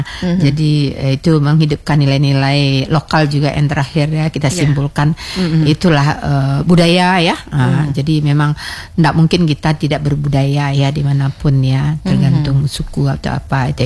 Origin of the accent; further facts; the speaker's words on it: West Sumatra, Indonesia; Kita ini ya, adalah manusia yang religius, kita orang Minang.